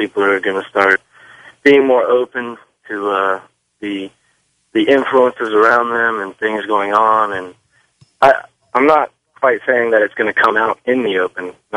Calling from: Gainesville, Florida, United States; from Gainesville, Florida.

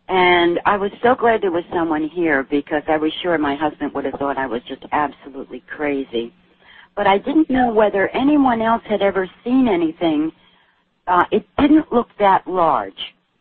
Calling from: Arizona, United States; I'm calling you from the western part of Arizona.

